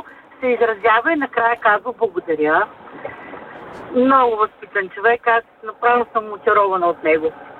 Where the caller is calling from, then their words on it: Sofia, Sofia City, Bulgaria; Добро утро … съм от София.